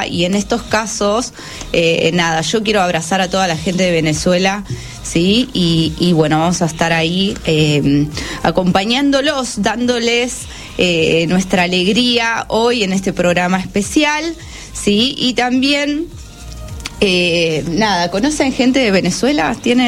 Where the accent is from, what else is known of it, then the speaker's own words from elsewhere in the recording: Argentina; Es algo que siempre nos caracteriza como argentinos, recibir con los brazos abiertos.